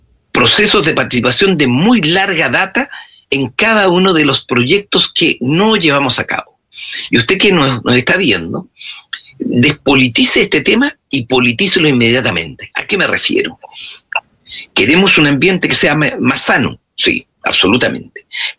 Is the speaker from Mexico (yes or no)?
no; Chile; Comenzamos a pelearlos como chilenos.